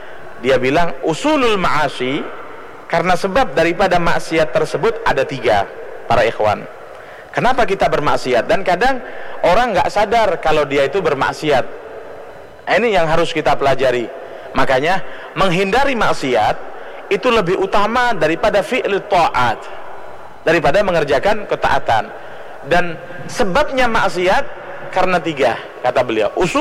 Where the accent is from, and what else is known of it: Indonesia